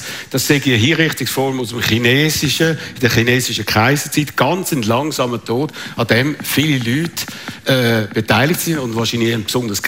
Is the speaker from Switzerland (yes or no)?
yes; Switzerland; wir als Schweizer, das ist nicht ganz so emotional gewesen wie Swissair, aber fast.